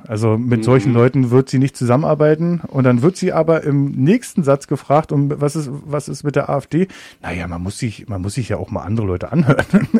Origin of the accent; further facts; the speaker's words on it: Germany; born there; Also ich bin geboren in der DDR.